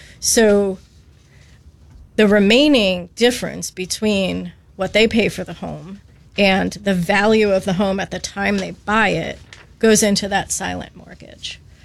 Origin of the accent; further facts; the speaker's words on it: New Jersey, United States; I'm from New Jersey, too.